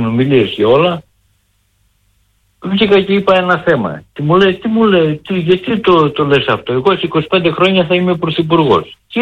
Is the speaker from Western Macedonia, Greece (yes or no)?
no; Arta, Epirus, Greece; Η καταγωγή μου από την Άρτα.